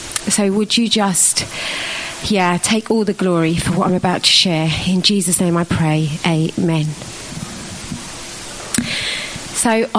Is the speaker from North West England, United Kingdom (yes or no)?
no; London, United Kingdom; So I grew up in East London, and my family were brought up, like my family were a Hindu background, and so when I grew up there was a lot of just Hinduism around